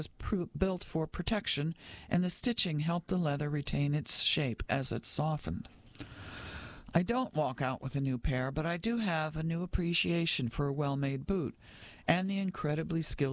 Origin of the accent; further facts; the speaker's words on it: Los Angeles, California, United States; I flew to Fort Worth from my hometown of Los Angeles